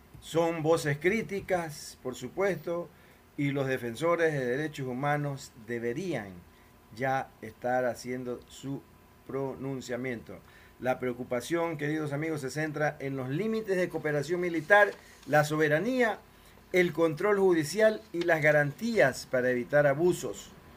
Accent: Ecuador; ¿qué tiene que haber injerencia de un gobierno extranjero en una soberanía como la ecuatoriana? Nos preguntamos los ecuatorianos.

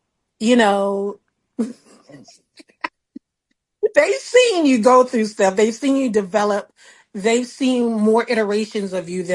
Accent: Marina, California, United States; we grew up in Marina, so it was pretty conservative.

